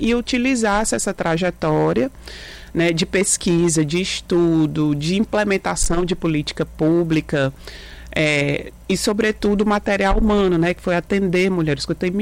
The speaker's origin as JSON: {"language": "Portuguese", "town": "Fortaleza", "region": "Ceará", "country": "Brazil", "tie": "born or raised there", "said": "eu sou da periferia de Fortaleza"}